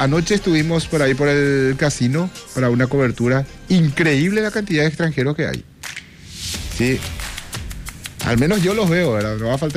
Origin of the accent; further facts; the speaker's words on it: Brazil; Spanish is a second language; Yo soy brasileño, no entiendo mucho, pero está muy bonito.